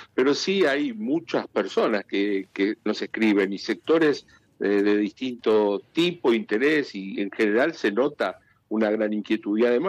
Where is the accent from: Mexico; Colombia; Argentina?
Argentina; de nuestra vida como argentinos, también con los hermanos uruguayos y peruanos.